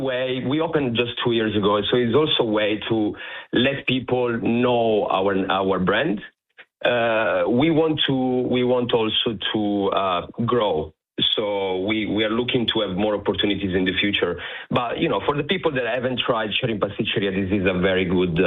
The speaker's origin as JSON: {"language": "English", "town": "Turin", "region": "Piedmont", "country": "Italy", "moved": "as an adult", "lives_now": "Brisbane, Australia", "said": "I'm from Torino."}